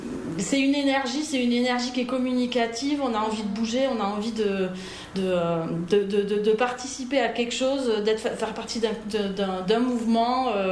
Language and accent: French; Nouvelle-Aquitaine, France; Et puis, par exemple, comme je viens du Pays Basque et que j'ai un peu grandi là-dedans, il y avait des choses qui étaient très revendications, très politiques, qu'on voyait.